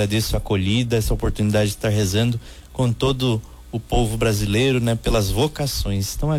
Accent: Capão Bonito, São Paulo, Brazil; Eu sou aqui do interior de São Paulo mesmo, né, paulista, sou da cidade chamada Capão Bonito.

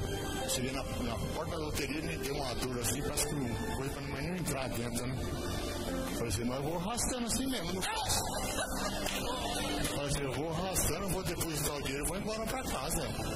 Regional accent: Curitiba, Paraná, Brazil; Eu falei, agora eu vou lá dar testemunha, né? Agora, fazer, eu vou lá voltar. Sou lá de Curitiba, mas eu fiquei com todo prazer, mano.

